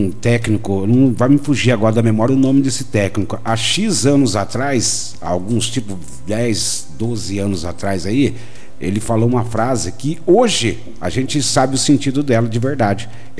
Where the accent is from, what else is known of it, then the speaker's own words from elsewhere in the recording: Brazil; somos brasileiros